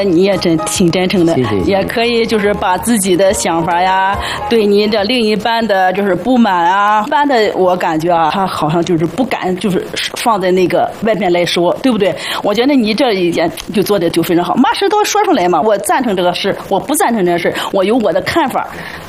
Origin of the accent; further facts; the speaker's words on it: Tianjin, China; 这可能是缘分吧。我来自天津，